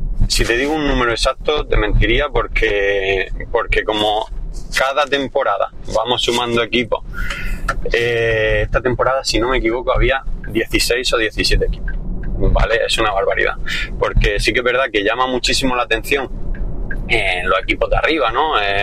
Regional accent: La Mojonera, Andalusia, Spain; moved away as an adult; now in Olula del Río, Spain; Original de La Mojonera, pero adoptado ya de Ulula.

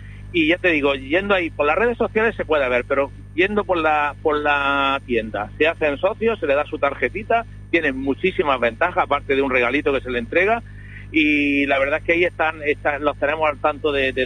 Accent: Almería, Andalusia, Spain; Los primeros que tenemos que tener un sitio donde poder tenerlo somos los almerienses

